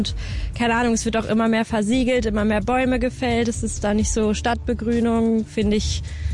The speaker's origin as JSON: {"language": "German", "region": "Berlin", "country": "Germany", "said": "ich komme hier aus Biesdorf und ich arbeite beim Zahnarzt."}